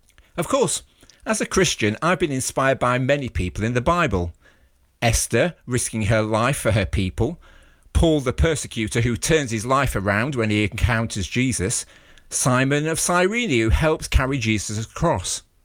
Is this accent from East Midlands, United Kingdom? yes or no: yes; East Midlands, United Kingdom; now in London, United Kingdom; as a kid growing up in Derbyshire